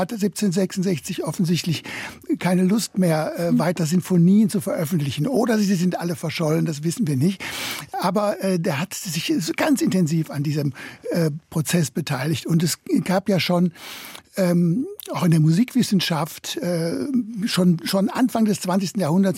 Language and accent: German; North Rhine-Westphalia, Germany; Ich bin ja eben aufgewachsen im Sendebereich des Westdeutschen Rundfunks.